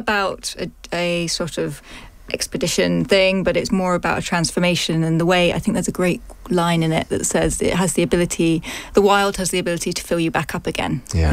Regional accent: Suffolk, East of England, United Kingdom; I grew up in Suffolk, which doesn't exactly have mountains, but it has a lot of countryside

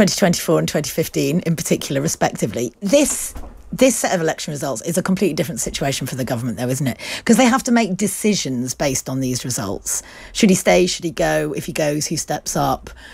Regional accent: Sheffield, Yorkshire and the Humber, United Kingdom; but I'm from Sheffield.

